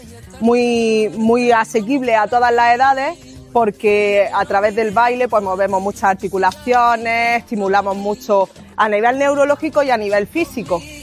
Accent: Albuñol, Andalusia, Spain; soy de Albuñol.

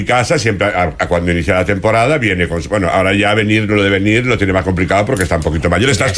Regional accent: Galicia, Spain; yo soy como buen gallego a ver las ailas

